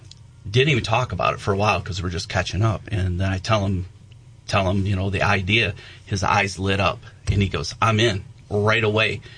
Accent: Lansing, Michigan, United States; And I said, from Lansing, Michigan.

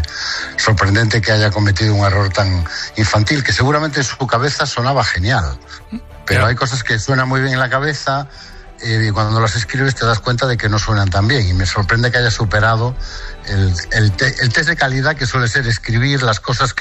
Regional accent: Galicia, Spain; yo soy de la Mañía de Lugo, que es lo más gallego que se puede ser.

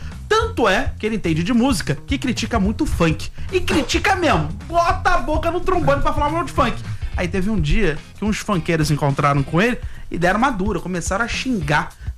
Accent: Rio de Janeiro, Brazil

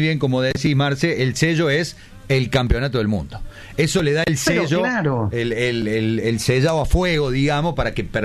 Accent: Argentina; somos todos argentinos.

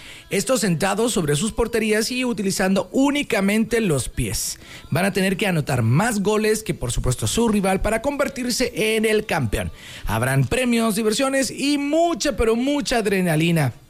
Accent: Mexico; nosotros como mexicanos

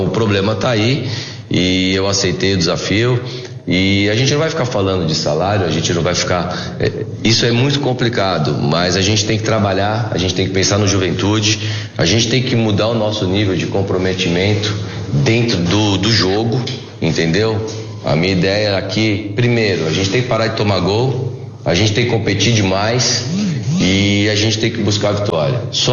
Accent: São Paulo, Brazil; eu sou aqui de São Paulo

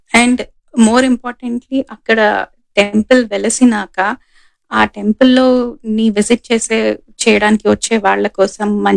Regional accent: Secunderabad, Telangana, India; personally నేను సికింద్రాబాద్ అమ్మాయిని

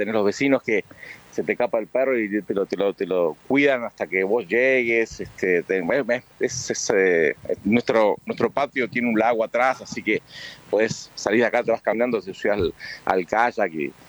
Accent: Comodoro Rivadavia, Chubut, Argentina; Nosotros somos de Comodoro.

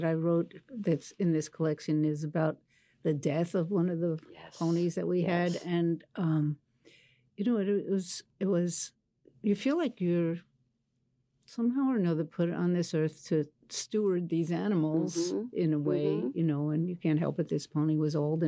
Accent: New York City, New York, United States; Yes, I was raised in Queens, New York.

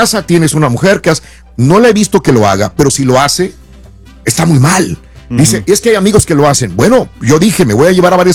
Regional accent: Mexico; yo soy mexicano

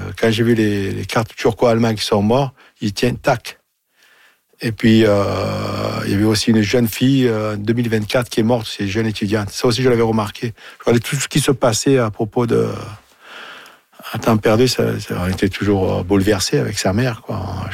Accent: Marseille, Provence-Alpes-Côte d'Azur, France; accent: Marseille; Je suis d'importation, avec mon accent, justement, de Marseille, bien sûr

